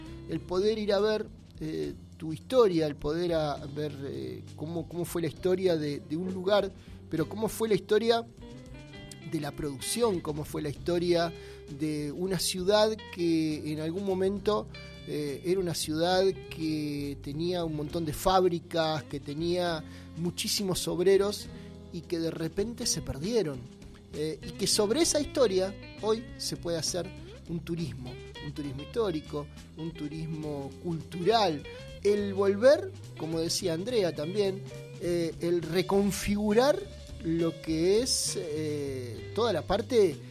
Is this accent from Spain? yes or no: no; Buenos Aires Province, Argentina; born there; como bonaerense, como persona que nació en el conurbano, no soy de Avellaneda, pero soy de Racing Club de Avellaneda, pero no nací en Avellaneda